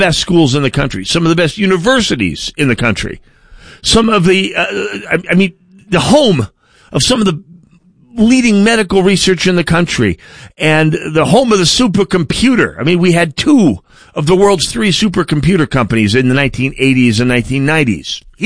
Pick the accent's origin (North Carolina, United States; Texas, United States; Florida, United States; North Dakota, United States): North Dakota, United States; moved away as an adult; now in Minnesota, United States; I'm from North Dakota. And about the same time in our lives, after we got out of college in our early 20s, as adults, we decided of our own free will to move to Minnesota.